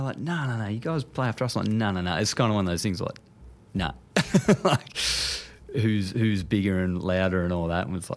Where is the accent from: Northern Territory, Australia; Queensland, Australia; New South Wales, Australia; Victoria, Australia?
New South Wales, Australia; Deniliquin; I grew up in Denny, so there was it's called Southwest Music down there.